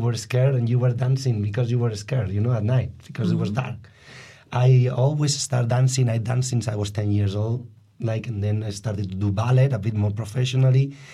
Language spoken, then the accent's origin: English; Spain; English is a second language; moved away as an adult; also born or lived in Madrid / France / Switzerland / Netherlands; I was born in Spain, and with 15 years old, I moved to Madrid to study dance.